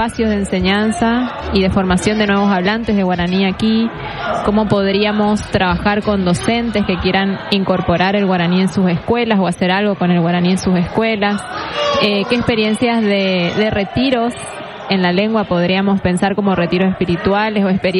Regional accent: Corrientes, Argentina; y haga algo en relación a nuestra lengua nativa

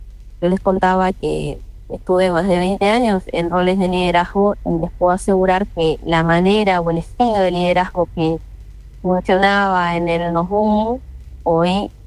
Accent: Corrientes, Argentina; now in Buenos Aires, Argentina

